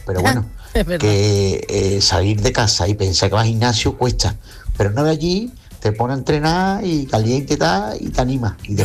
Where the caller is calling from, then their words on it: Cádiz, Andalusia, Spain; Hola, Yuyu y compañía … de Cádiz.